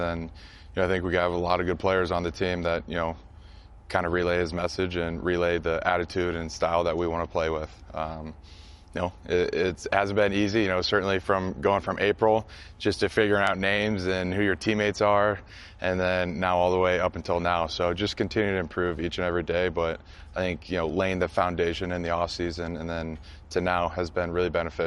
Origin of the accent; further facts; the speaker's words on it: Iowa, United States; just how I grew up in the Midwest, Iowa's a special place, and just how I was born and raised.